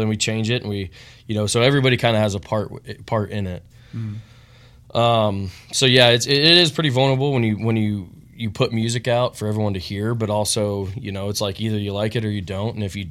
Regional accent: Valley, Nebraska, United States; We're from Nebraska. We call Valley, Nebraska, our kind of our home base because that's where we practice. That's where I'm from.

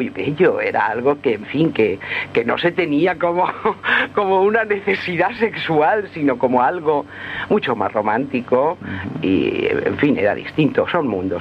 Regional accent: Alcoy, Valencian Community, Spain; de pequeña aquí en Alcoy no lo recuerdo tampoco, esas grandes nevadas como para eso.

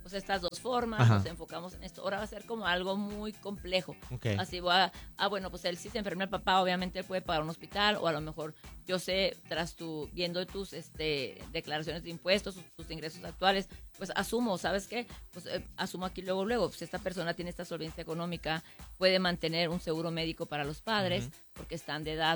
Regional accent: Mexico; now in United States; así somos los mexicanos

